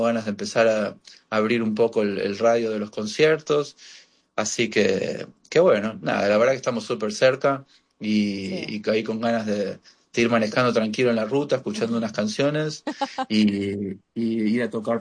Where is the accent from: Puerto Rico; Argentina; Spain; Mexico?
Argentina; Buenos Aires; accent: Argentine; moved away as an adult; also born or lived in Miami, Florida, United States; now in New York, United States; nací en Miami, no pasé mucho tiempo ahí de chico, crecí en Argentina, en Buenos Aires toda mi vida, me delata el acento.